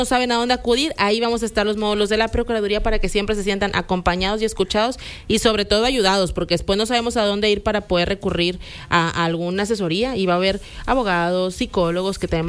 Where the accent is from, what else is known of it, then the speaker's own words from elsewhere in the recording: San Nicolás de los Garza, Nuevo León, Mexico; de una colonia bien popular, soy ahí de San Nicolás